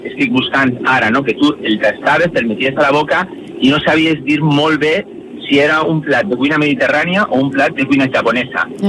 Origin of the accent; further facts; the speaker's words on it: Valencia, Valencian Community, Spain; jo soc de València, que està aquí